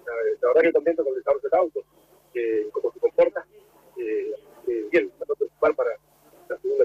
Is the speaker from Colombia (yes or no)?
no; Gobernador Costa, Chubut, Argentina; a toda la gente de Gobernador Costa, que es de donde yo vengo